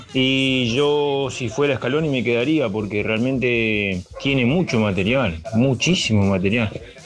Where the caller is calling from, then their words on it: La Tablada, Buenos Aires Province, Argentina; de La Tablada